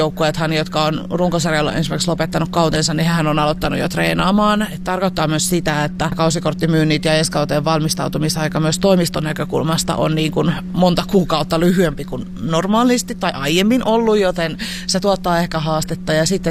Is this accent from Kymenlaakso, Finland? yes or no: yes; Kouvola, Kymenlaakso, Finland; me ollaan Kouvolasta tai me ollaan Kymenlaaksosta